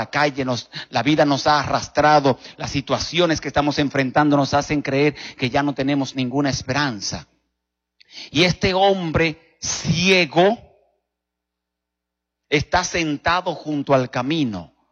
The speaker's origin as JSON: {"language": "Spanish", "country": "Dominican Republic", "tie": "born or raised there", "moved": "yes", "said": "en mi país, República Dominicana, donde yo nací, me crié"}